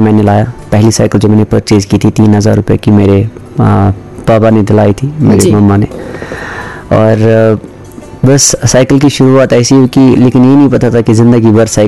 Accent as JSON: {"language": "Hindi", "town": "Nargul", "region": "Jammu and Kashmir", "country": "India", "tie": "born or raised there", "said": "मैं नारगुल से ताल्लुक रखता हूँ"}